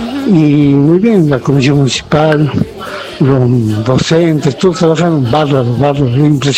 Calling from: Bárcena, Jujuy, Argentina; Acá nosotros trabajando, haciendo mis panaditas para vender. … de Bárcena.

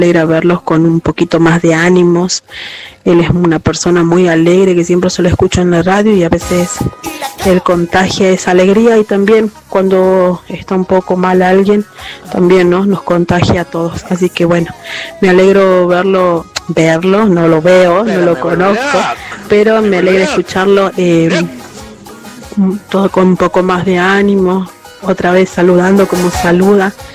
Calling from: San Salvador de Jujuy, Jujuy, Argentina; de Alto Comedero.

